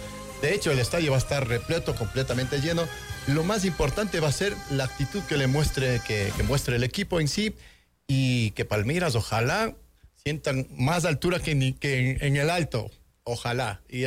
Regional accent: Quito, Pichincha, Ecuador; born there; como buenos ecuatorianos, como quiteños de nacimiento

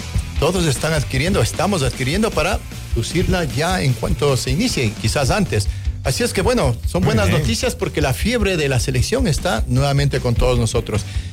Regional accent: Ecuador

